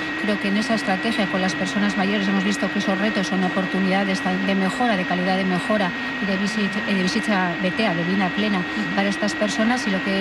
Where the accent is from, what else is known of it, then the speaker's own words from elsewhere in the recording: Vitoria-Gasteiz, Basque Country, Spain; yo soy de Vitoria, de mi barrio, de mi ciudad